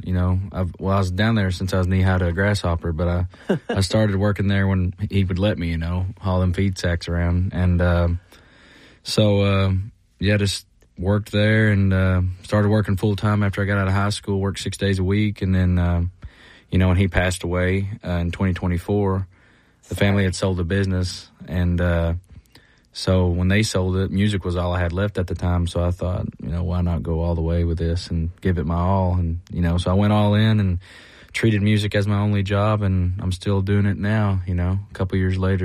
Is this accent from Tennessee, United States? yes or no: yes; Byrdstown, Tennessee, United States; this is a song off the record, kind of about the road I grew up on in Byrdstown, Tennessee, and it's called